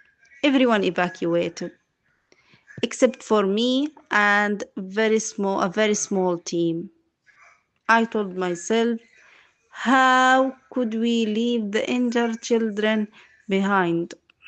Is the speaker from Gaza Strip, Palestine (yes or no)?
yes; Gaza, Gaza Strip, Palestine; 32 years old. I am from Gaza, Palestine.